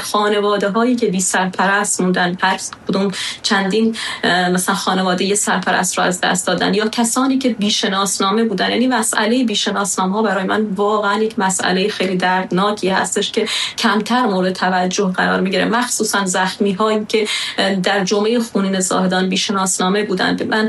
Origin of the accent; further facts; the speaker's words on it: Sistan and Baluchestan, Iran; moved away as an adult; خودم به عنوان یک بلوچ 38 سال تو بلوچستان زندگی کردم، این 4 سال من احساس نکردم که در خارج از بلوچستان هستم